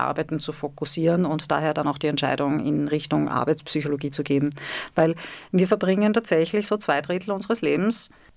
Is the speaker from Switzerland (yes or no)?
no; Vienna, Austria; Tja, als Wienerin so zwischen Freud und Zentralfriedhof